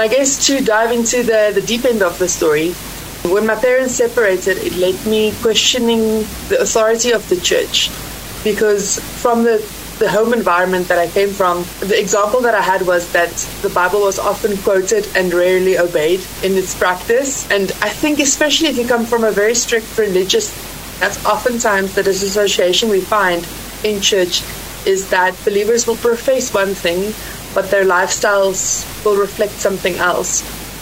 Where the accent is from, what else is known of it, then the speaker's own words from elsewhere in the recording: South Africa; like Rob said, and I'm South African. I grew up in the beautiful Drakensberg Mountains.